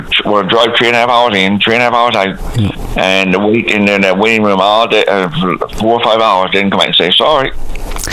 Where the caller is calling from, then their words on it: Marystown, Newfoundland and Labrador, Canada; Marystown.